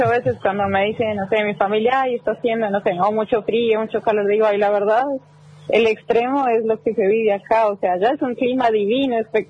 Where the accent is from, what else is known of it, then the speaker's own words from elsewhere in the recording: Bogotá, Colombia; moved away as an adult; now in Bahía Blanca, Argentina; Yo soy de Bogotá